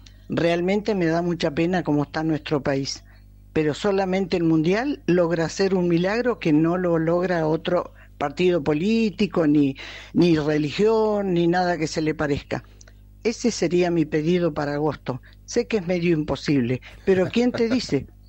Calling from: Argentina; mi humilde opinión como argentina, y tengo muchos años acumulados

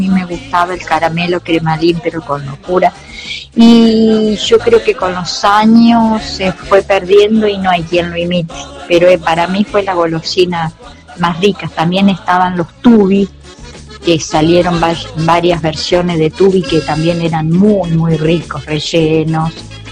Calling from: Villa Mercedes, San Luis, Argentina; de Villa Mercedes.

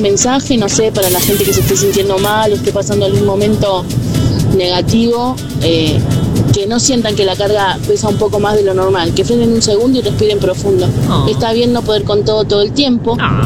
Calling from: Lanús, Buenos Aires Province, Argentina; Te cuento, soy de Lanús. Y nada, enganché la radio en el camino porque estoy yendo de Córdoba para casa.

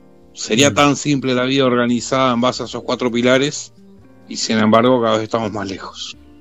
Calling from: Uruguay; de Uruguay.

